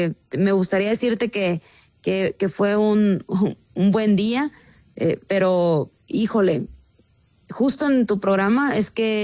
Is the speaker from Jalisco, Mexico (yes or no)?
no; Sinaloa, Mexico